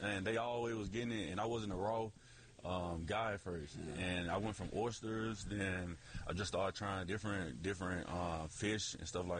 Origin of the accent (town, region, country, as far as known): Clarksdale, Mississippi, United States; born or raised there